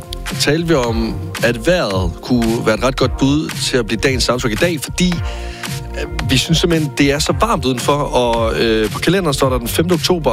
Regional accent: Varde, Region of Southern Denmark, Denmark; born there; jeg har kun prøvet en folkeskole i Varde

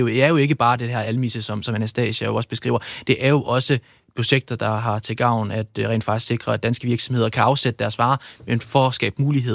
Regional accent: Jutland, Denmark; Jeg er fra Jylland.

